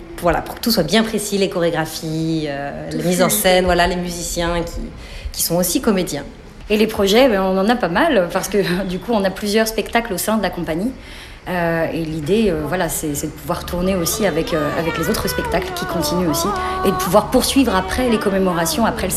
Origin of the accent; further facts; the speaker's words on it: Paris, Île-de-France, France; Voilà, on est parisien. On est une troupe parisienne qui existe depuis 10 ans.